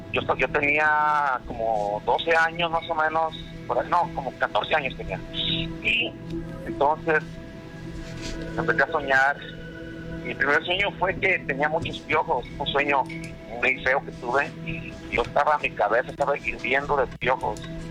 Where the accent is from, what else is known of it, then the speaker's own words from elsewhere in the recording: Tacámbaro, Michoacán, Mexico; now in Anaheim, United States; soy originario de Michoacán, de allá de del lado de Tacámbaro, Michoacán.